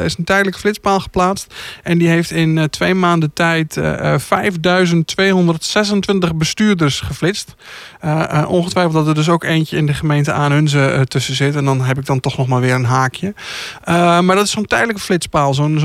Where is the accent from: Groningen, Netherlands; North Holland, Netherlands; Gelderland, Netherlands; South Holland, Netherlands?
Gelderland, Netherlands; Ik kom uit de regio, ik kom uit de Achterhoek.